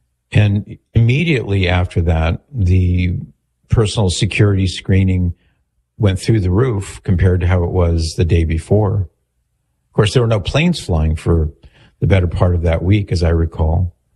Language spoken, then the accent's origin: English; United States